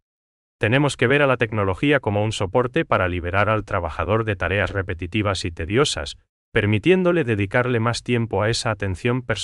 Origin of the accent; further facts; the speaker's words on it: Paraguay; es como nosotros, como sociedad paraguaya, decidimos usar esa tecnología para potenciar el trabajo humano